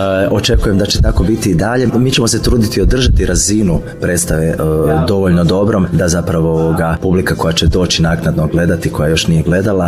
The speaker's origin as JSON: {"language": "Croatian", "town": "Zagreb", "region": "City of Zagreb", "country": "Croatia", "tie": "born there", "said": "ja sam kao klinac imao bend u Španskom … tamo negdje 2005. još"}